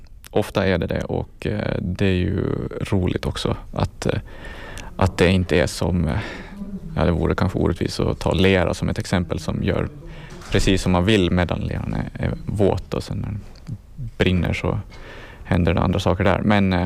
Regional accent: Jomala, Åland, Åland Islands; jag gick här i skolan när jag var liten i Vikingåsen.

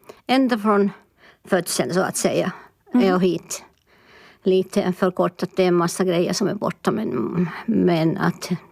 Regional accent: Eastern Finland, Finland; moved away as an adult; now in Åland, Finland; Jag är en pensionär nu för tiden, 74 år. Jag är född i Finland, östra Finland, och flyttat hit 1969. Och har bott här snart 57 år. Och trivs jättebra. Far hem nog visserligen. Hem. Jag har två hem. Jag har en på Åland och en där hemma.

